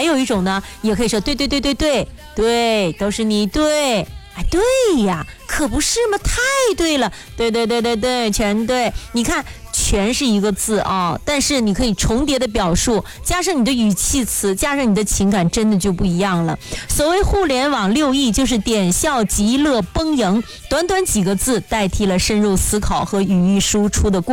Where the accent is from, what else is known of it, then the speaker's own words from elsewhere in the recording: Northeast China, China; accent: Northeastern (Dongbei) dialect; 可能就是像我们东北方言一样，这个六六六既可以是表扬也可以是讽刺